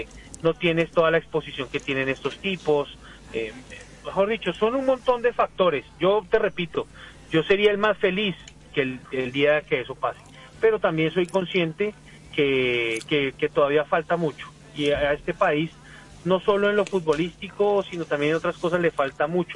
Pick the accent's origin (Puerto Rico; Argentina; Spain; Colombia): Colombia; ustedes saben cómo somos los colombianos